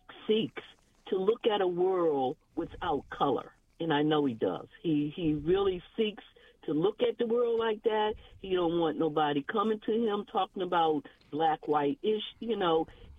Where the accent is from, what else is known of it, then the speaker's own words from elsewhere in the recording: United States; born there; I was born in America.